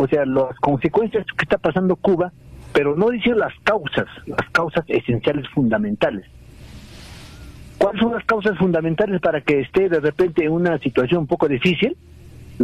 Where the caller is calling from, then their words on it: Juliaca, Puno, Peru; la ciudad de Juliaca.